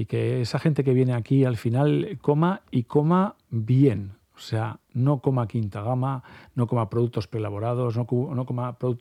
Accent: Bilbao, Basque Country, Spain; Yo soy bilbaíno 100%

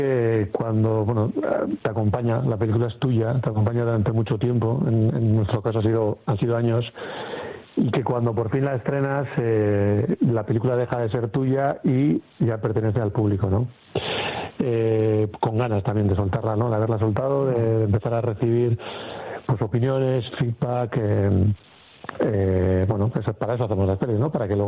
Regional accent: Leioa, Basque Country, Spain; como soy de Leioa

